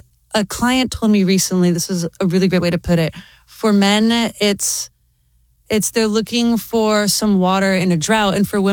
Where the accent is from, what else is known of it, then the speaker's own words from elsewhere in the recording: Florida, United States; now in Boston, United States; I grew up in Florida to a Cuban family where we're always loud.